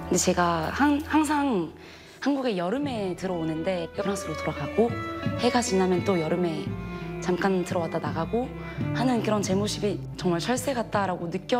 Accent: South Korea; now in France; 제가 한국에 와도 저는 한국인이라고 제 정체성을 가지고 살아가지만 한국 분들이 또 저를 보면은 외국에 사는 이제 뮤지션으로 또 대해주시고 프랑스에서는 또 저를 한국인으로 또 대해주세요.

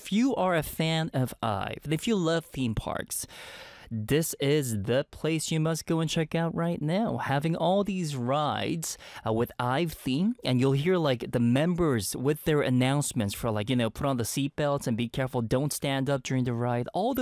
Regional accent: Montreal, Quebec, Canada; moved away; my hometown is Montreal

